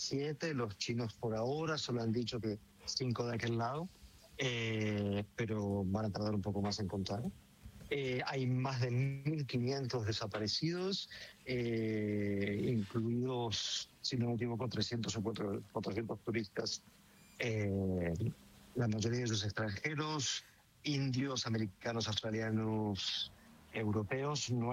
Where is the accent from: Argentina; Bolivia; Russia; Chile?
Argentina; Buenos Aires; moved away as an adult; also born or lived in Colombia / Venezuela / East Africa / United States; mi madre es española y yo me fui de Buenos Aires hace casi 30 años, sí. Y no volví nunca más a vivir, pero fui corresponsal en Colombia, en Venezuela, en África Oriental, en Estados Unidos y ahora.